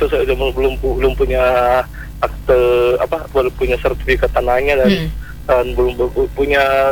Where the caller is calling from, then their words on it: Bone, South Sulawesi, Indonesia; kita sebagai orang Bone